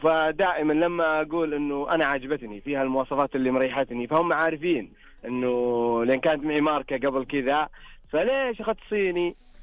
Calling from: Hafar Al-Batin, Eastern Province, Saudi Arabia; أنا أكلمك من حفر الباطن

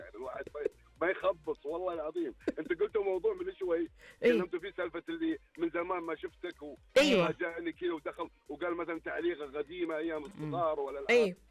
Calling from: Eastern Province, Saudi Arabia

